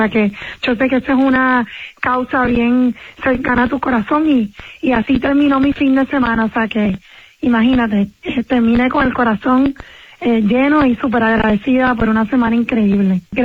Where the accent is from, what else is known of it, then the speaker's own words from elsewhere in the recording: Puerto Rico; todo el mundo estaba celebrando que somos boricuas.